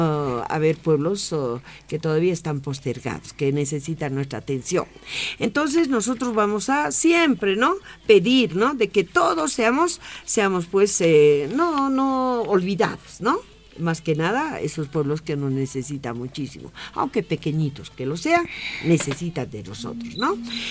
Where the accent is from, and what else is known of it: Bolivia